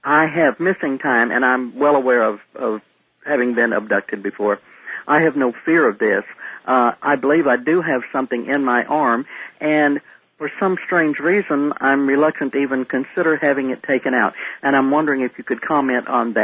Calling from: Texarkana, Texas, United States; I'm calling from Texarkana, Texas.

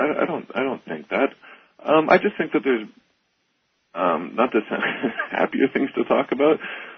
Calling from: Vancouver, British Columbia, Canada; I'm calling from Vancouver, Canada.

